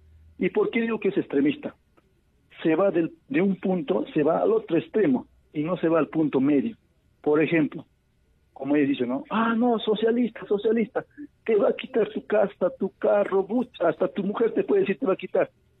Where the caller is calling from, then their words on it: Juliaca, Puno, Peru; de Juliaca.